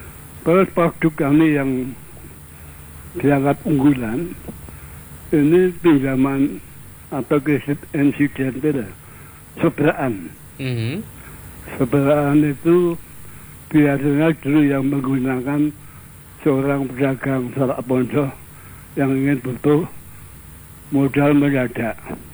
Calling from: Prambanan, Special Region of Yogyakarta, Indonesia

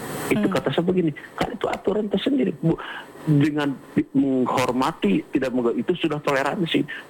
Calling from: Bandung, West Java, Indonesia; Saya dari Jawa Barat.

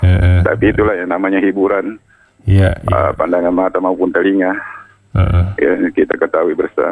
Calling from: South Sulawesi, Indonesia; kalau menurut kami orang Bugis

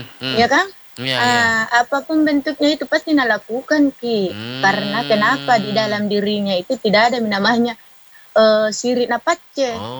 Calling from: South Sulawesi, Indonesia

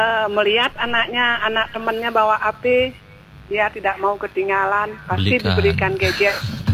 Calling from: Bali, Indonesia; kita orang Bali nggih

